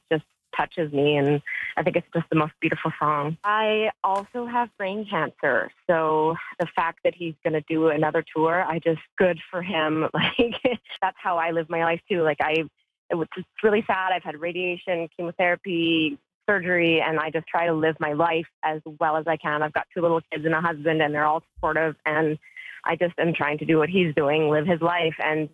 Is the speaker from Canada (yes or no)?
yes; Manitoba, Canada; I grew up in Manitoba, so I'm a prairie girl